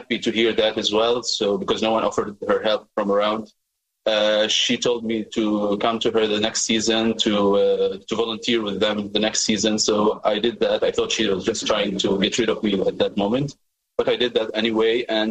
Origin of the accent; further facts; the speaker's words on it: Mansouri, South Governorate, Lebanon; I was a kid from the Al-Mansouri town. I was on the beach, swimming like everyone else.